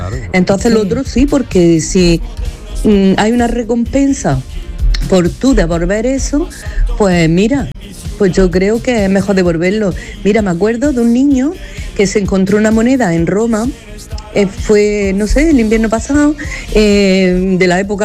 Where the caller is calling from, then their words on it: Granada, Andalusia, Spain; de Granada.